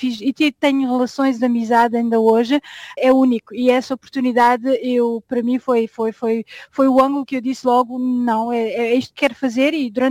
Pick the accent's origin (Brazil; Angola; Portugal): Portugal; moved away; A partir do momento que eu saí de Portugal, para mim foi evidente que não voltava. Não voltava, não por uma questão de não... A minha família está toda em Portugal